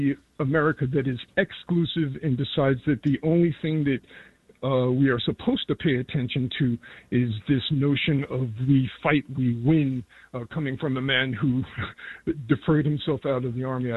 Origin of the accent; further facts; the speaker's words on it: New York, United States; I'm a New Yorker. I define myself as a New Yorker rather than an American for most of my life, except for immediately after September 11th, and I went back to being a New Yorker again.